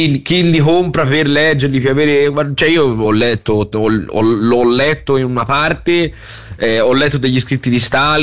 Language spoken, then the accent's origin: Italian; Florence, Tuscany, Italy; noi si passa veramente da fiorentini con il cervello piccino piccino e non si sa scherzare